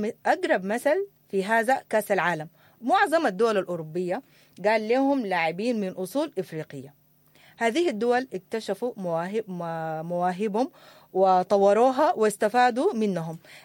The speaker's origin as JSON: {"language": "Arabic", "country": "Sudan", "said": "نحن شباب سوداني واعي، تعلمنا وعرفنا جيدا ماذا نعني ماذا تعني الوطنية أو الإنسانية"}